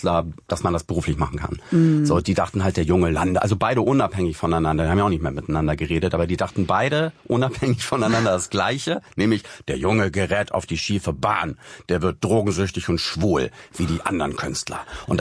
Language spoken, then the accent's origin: German; Bad Schwartau, Schleswig-Holstein, Germany; born there; moved away; also born or lived in Hamburg; blicke nicht freudvoll auf meine Zeit in Bad Schwartau zurück. Ich habe das häufig, also ich bin ja auch nach der Trennung mit meiner Mutter dort erst hingezogen. Ich bin eigentlich Hamburger.